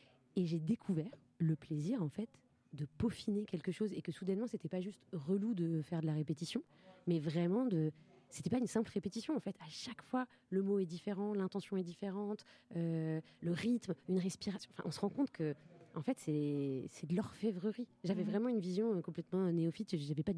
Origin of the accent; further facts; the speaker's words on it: Dijon, Bourgogne-Franche-Comté, France; Je viens de Dijon.